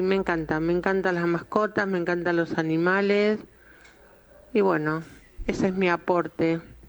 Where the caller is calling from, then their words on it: Devoto, Buenos Aires, Argentina; de Devoto.